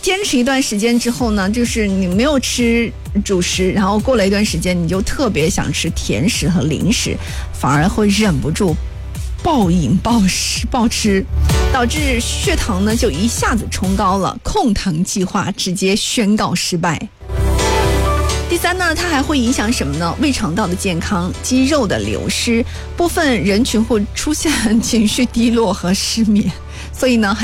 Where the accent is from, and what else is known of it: China